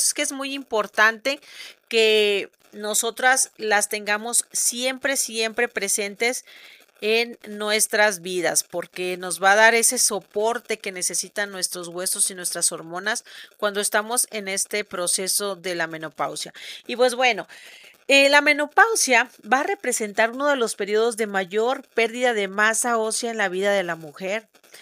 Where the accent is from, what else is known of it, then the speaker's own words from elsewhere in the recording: Mexico; soy médico mexicana